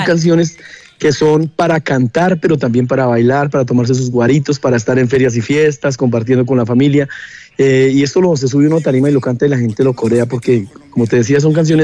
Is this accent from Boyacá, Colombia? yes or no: yes; Boyacá, Colombia; nosotros como buenos boyacenses